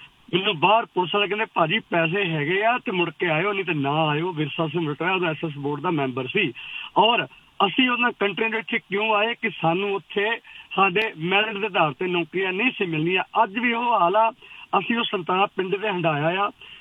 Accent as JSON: {"language": "Punjabi", "town": "Amritsar", "region": "Punjab", "country": "India", "said": "ਮੈਂ ਅੰਮ੍ਰਿਤਸਰ ਤੋਂ ਬਿਲੋਂਗ ਕਰਦਾ"}